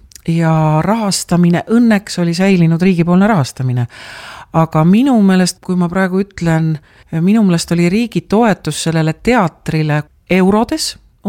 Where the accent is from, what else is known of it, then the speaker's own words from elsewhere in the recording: Saare County, Estonia; Mina olen siit pärit, ma olen pärit maalt, mina lõpetasin Orissaare keskkooli.